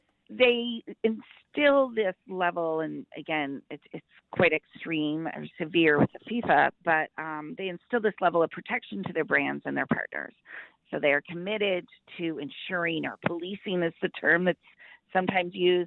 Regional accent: London, Ontario, Canada; I'm from London area, so there you go.

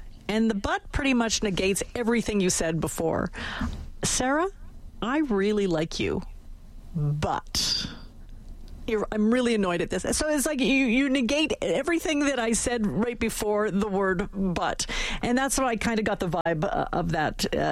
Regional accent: Alberta, Canada; I say, hi … I'm Canadian, I talk for a living. So it's just sort of, when you go around the world, you say, yeah, I'm from Canada. Nobody knows where Alberta is, for the most part, in many parts of the world.

